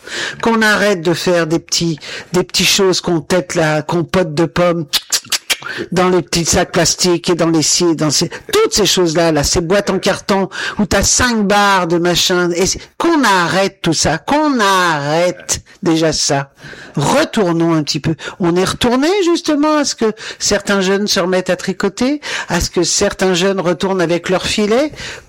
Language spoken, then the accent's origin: French; France; Mais nous, pareil, chez nous en France, c'était la même chose.